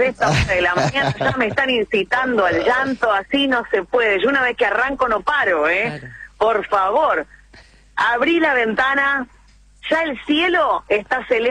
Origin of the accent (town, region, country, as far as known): Argentina